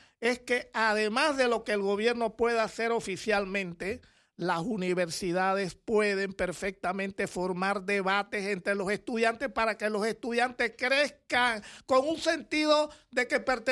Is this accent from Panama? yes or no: yes; Panama